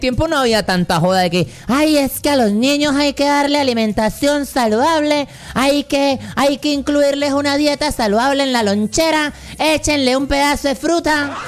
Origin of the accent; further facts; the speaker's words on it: Cali, Valle del Cauca, Colombia; somos caleños